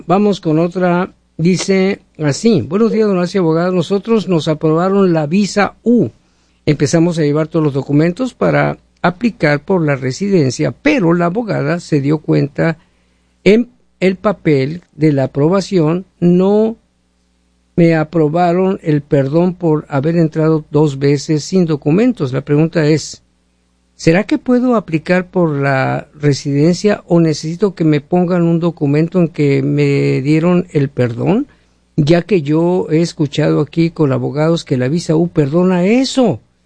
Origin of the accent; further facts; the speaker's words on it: Mexico; Yo alrededor del año 90 cometí el error de agarrar asilo como guatemalteco. Yo soy mexicano, ahora estoy por casarme con una ciudadana.